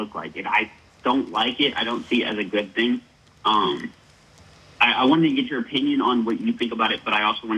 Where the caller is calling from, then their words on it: Kentucky, United States; So I'm 17, and I'm from Kentucky